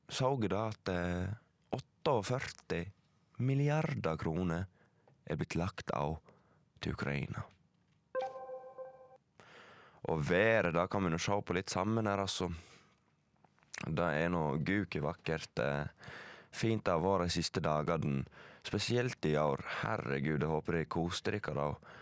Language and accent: Norwegian; Leikanger, Vestland, Norway; Leikanger der jeg kommer fra